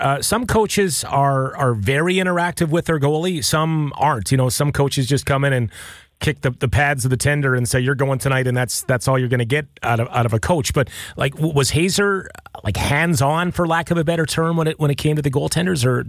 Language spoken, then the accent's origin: English; Lanigan, Saskatchewan, Canada; I'm from Lanigan